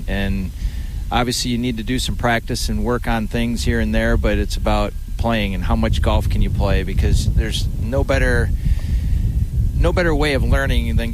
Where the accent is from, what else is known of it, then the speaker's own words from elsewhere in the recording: Edgerton, United States; I didn't have a range where I grew up in Edgerton.